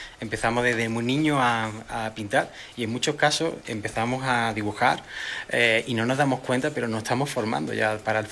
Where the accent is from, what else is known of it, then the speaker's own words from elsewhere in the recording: Málaga, Andalusia, Spain; sobre la identidad de de donde vengo, es decir, de Málaga, España, hacia México